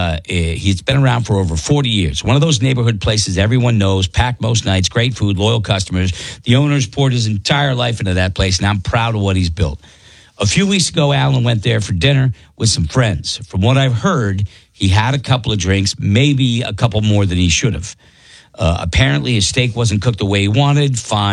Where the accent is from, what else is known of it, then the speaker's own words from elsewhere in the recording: New England, United States; moved away; I grew up in New England, but I moved out west years ago.